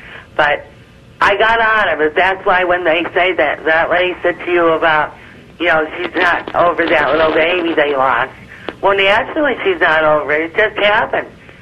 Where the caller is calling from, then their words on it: Woodstock, Pennsylvania, United States; Well, I'm from Woodstock, Pennsylvania, sister, near the Pocono Mountains.